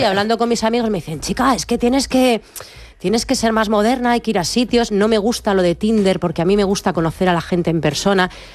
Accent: Bilbao, Basque Country, Spain; pero yo soy de Bilbao, no podía reculear, ¿sabes?

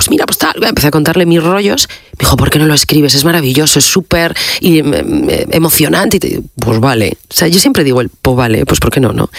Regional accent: Salas, Asturias, Spain; Mi pueblo mola un montón, pero hace 40 años era una cosa, a ver, muy chiquitilla. O sea, quiero decir, yo a los chavales se lo cuento o en las entrevistas lo hablo. Asturias, hace 40 años

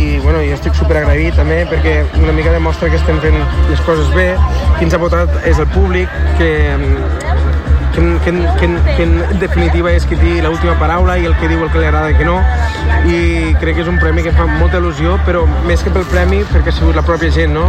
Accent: Camarles, Catalonia, Spain; sóc un romàntic de les Terres de l'Ebre, sóc de Camarres, un poble molt petit d'allà

